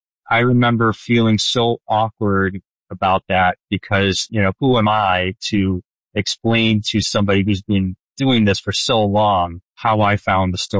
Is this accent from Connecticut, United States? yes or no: no; Chicago, Illinois, United States; moved away as an adult; I grew up in the Chicago area